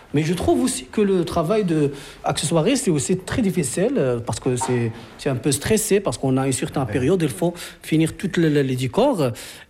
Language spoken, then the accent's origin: French; Morocco; chez nous au Maroc